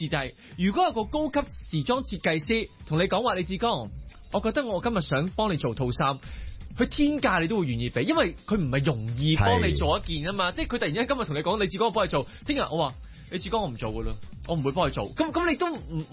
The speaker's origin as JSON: {"language": "Cantonese", "country": "Hong Kong"}